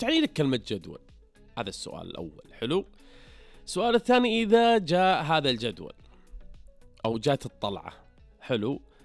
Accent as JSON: {"language": "Arabic", "country": "Saudi Arabia"}